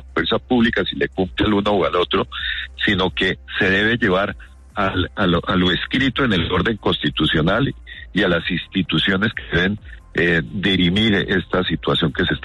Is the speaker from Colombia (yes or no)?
yes; Colombia; lo que uno quiere como colombiano es que haya una transición de gobierno lo más normal posible